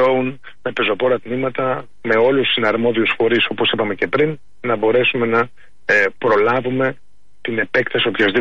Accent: Greece; στην πατρίδα μου

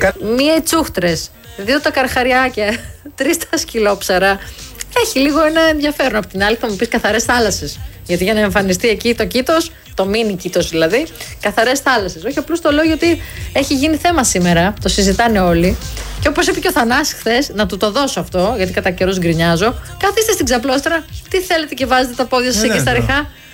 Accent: Greece; Εμείς δηλαδή ως Έλληνες.

